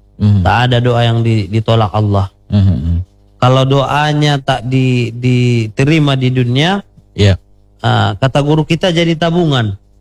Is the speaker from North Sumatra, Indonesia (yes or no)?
yes; Sibolga, North Sumatra, Indonesia; born there; Nah kemudian karena memang kita terlahirnya di Sibolga, kita